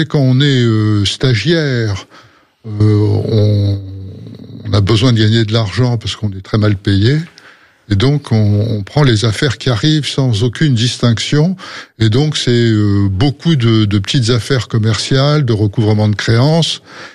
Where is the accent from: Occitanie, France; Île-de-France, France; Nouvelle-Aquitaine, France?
Île-de-France, France; Paris; born there; also born or lived in Algeria; j'ai suivi ma mère qui avait divorcé quand j'étais très très jeune. Elle s'est remariée en 1955 à Paris, donc depuis 1955, je suis parisien.